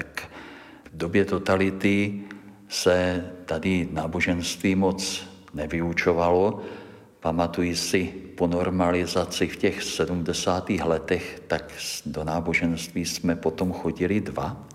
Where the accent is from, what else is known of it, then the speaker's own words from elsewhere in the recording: Ostrava, Moravian-Silesian Region, Czechia; Já jsem se něco tady naministroval v Porubě